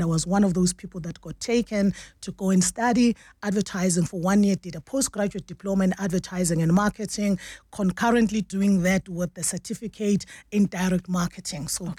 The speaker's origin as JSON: {"language": "English", "town": "Malelane", "region": "Mpumalanga", "country": "South Africa", "said": "I come from the Lowveld, which is a small town called Malelan after Nelspruit on Mbombela."}